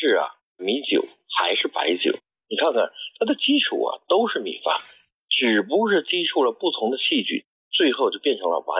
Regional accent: Shanxi, China; 我们山西人呢更厉害

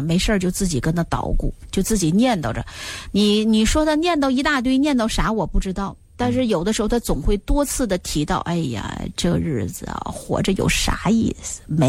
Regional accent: China

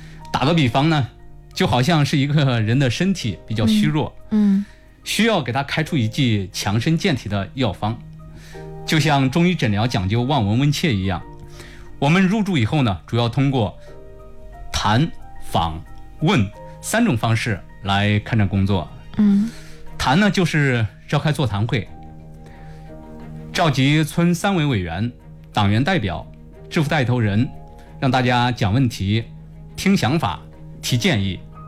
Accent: Kaifeng, Henan, China; moved away as an adult; now in Zhengzhou, China; 我呢生在开封农村，长在农村，在2011年研究生毕业后呢，我的第一份工作呢也是在农村。

